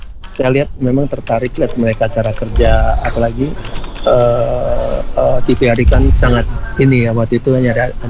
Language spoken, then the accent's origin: Indonesian; Manado, North Sulawesi, Indonesia; Kita dari Manado.